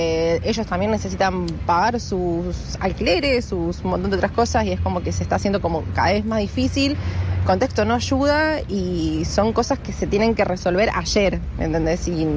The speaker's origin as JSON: {"language": "Spanish", "region": "Buenos Aires", "country": "Argentina", "said": "Soy de acá, de Capital, y soy kinesióloga."}